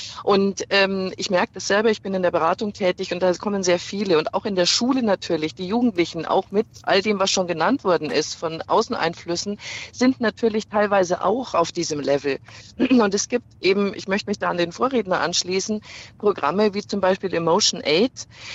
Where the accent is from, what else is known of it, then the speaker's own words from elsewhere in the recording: Regensburg, Bavaria, Germany; Regensburg ist stark vertreten. Ich komme auch aus Regensburg.